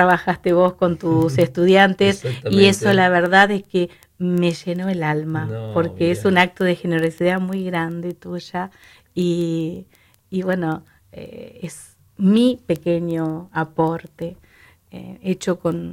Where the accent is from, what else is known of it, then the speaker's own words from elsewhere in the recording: Santa Fe, Argentina; moved away as an adult; also born or lived in Río Gallegos / Gobernador Gregores; Yo siempre vengo de Santa Fe